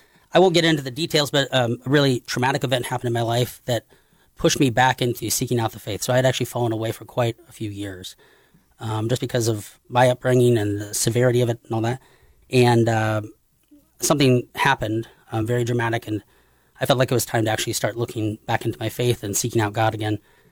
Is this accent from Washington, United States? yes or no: no; Norfolk, Nebraska, United States; now in Omaha, United States; I'm a lifelong Nebraskan. I was born in Norfolk, Nebraska